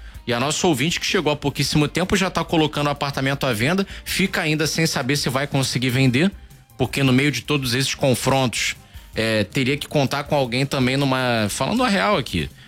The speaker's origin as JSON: {"language": "Portuguese", "region": "Rio de Janeiro", "country": "Brazil", "tie": "born or raised there", "said": "eu citei mais cedo onde eu fui criado, pega ali o conjunto do Ipaze, não é o mesmo conjunto do Ipaze que a gente citou lá na Praça C, que é um homônimo, né? Que fica ali na Vila Cosmos, Vicente de Carvalho."}